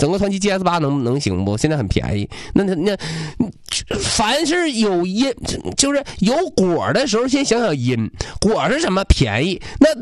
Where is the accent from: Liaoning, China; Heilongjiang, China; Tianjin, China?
Liaoning, China; 我们辽宁人